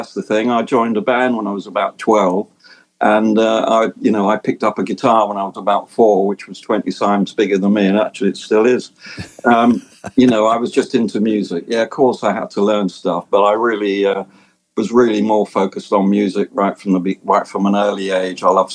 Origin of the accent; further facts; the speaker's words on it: London, United Kingdom; I'm from North London originally, in a place called Mill Hill. That's where I grew up.